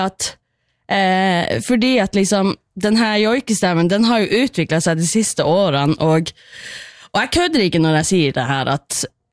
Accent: Karasjok, Finnmark, Norway; jeg vokste opp I Karasjok, og selvfølgelig, alle på barneskolen jo, liksom, skal jo joike en eller annen gang I løpet av livet.

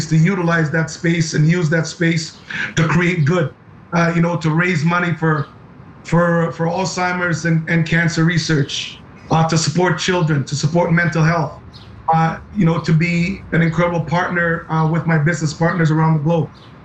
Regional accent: Canada; Yes, I live in Canada, I'm Canadian.

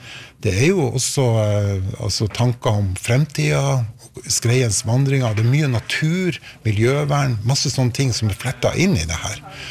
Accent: Svolvær, Nordland, Norway; jeg vokste opp i Svolvær hvor det var, altså hvor skreifiske var sånn. Satte veldig preg på byen.

